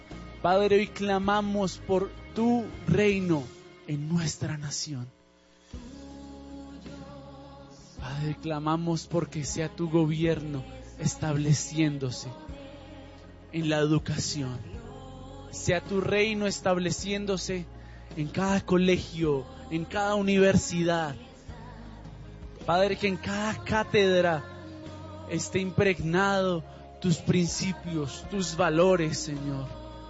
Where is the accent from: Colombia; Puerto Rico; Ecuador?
Colombia; No, Padre, dependemos como colombianos de ti. La provisión la traes tú, Señor. Padre, hoy creemos, Padre, que la economía de nuestra nación depende de ti.